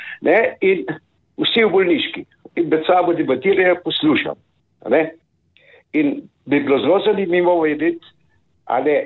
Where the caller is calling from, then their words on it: Upper Carniola, Slovenia; sem že takoj tukaj … iz Gorenske.